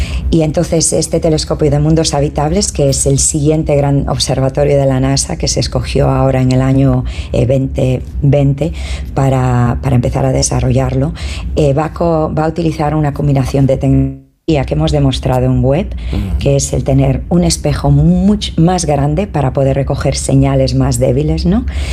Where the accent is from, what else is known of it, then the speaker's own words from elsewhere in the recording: Galicia, Spain; born there; España, yo vengo todos los años, me tira mucho, es donde nací, mi tierra gallega y toda España